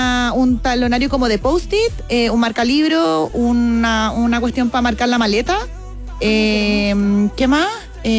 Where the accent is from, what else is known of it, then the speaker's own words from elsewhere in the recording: Chile; Pero chilenos que somos.